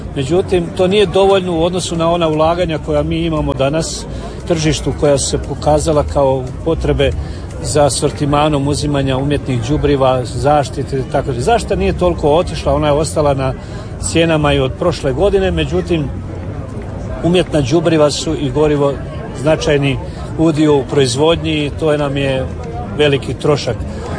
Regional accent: Bobovac, Sisak-Moslavina County, Croatia; Ja sam iz Bobovca, općina Sunja, to je selo jedno između poteza Sisak i Jasenovac na pola puta kraj same rijeke Save.

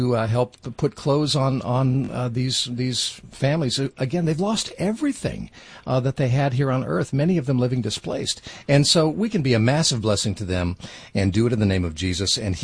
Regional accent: Detroit, Michigan, United States; We've actually got a threefer on that because I grew up in the Detroit area as well.

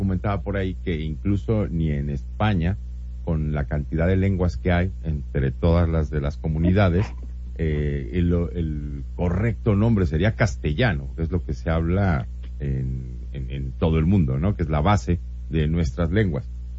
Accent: Mexico; somos los mexicanos quienes más lo hablamos

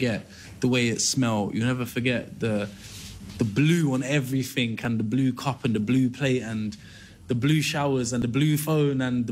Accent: Pakistan

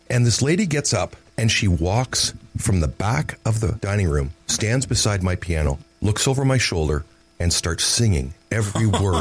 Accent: Toronto, Ontario, Canada; I loved classic rock radio as a teenager growing up in Toronto. I listened to Chum FM and CFNY.

